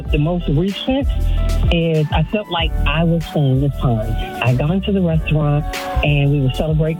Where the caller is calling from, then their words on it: Rockville, Maryland, United States; I'm calling from Rockville, Maryland.